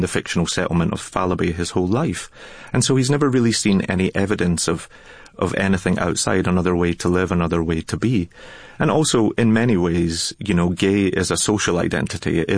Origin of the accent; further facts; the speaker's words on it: Glasgow, Scotland, United Kingdom; I am a Scotsman who grew up in Glasgow